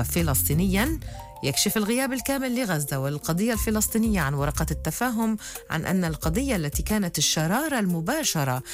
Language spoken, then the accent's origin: Arabic; Lebanon